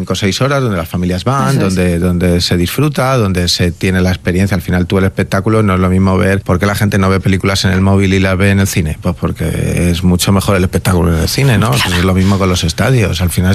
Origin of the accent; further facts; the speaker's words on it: Spain; moved away as an adult; also born or lived in Scotland / England / United States; yo siempre soy muy español, pero ya estoy un poco también globalizado, pero siempre sí, siempre muy orgulloso de mi país, de mis raíces, de donde soy